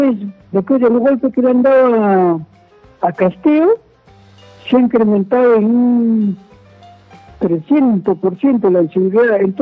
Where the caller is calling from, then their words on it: San Martín de Porres, Lima, Peru; de San Martín de Corre.